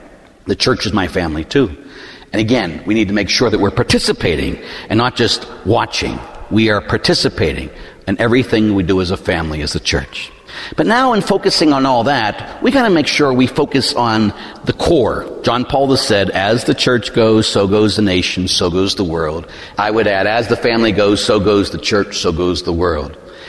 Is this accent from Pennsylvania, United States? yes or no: yes; Pittsburgh, Pennsylvania, United States; Now, I grew up in Pittsburgh. And in growing up in Pittsburgh, my father had a saying.